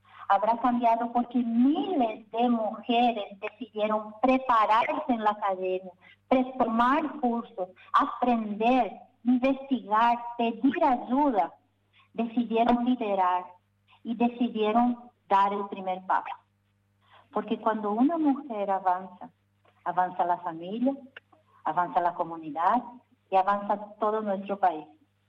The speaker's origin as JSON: {"language": "Spanish", "country": "Paraguay", "said": "somos paraguayas"}